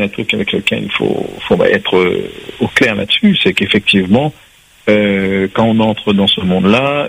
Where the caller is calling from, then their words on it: Saint-Denis, Réunion; Je suis de Saint-Denis.